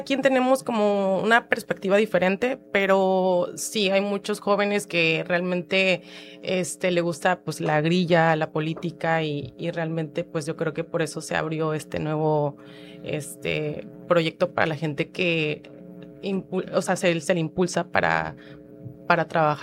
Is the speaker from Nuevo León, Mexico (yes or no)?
no; Macuspana, Tabasco, Mexico; soy del poblado Aquiles Cerdán, Macuspana, Tabasco.